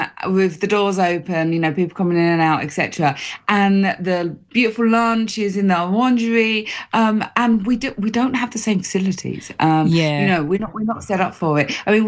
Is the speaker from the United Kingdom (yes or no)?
yes; United Kingdom; We're British, and we just love to start every conversation off about the weather.